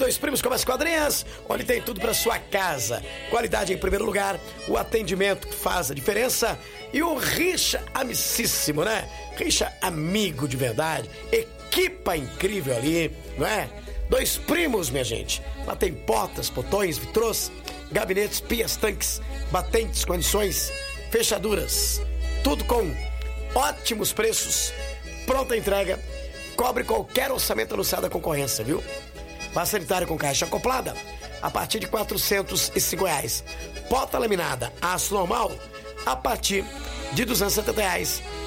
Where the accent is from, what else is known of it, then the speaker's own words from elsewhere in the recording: Descalvado, São Paulo, Brazil; Descalvado, minha terra querida, amada, inesquecível, onde tudo começou em minha vida.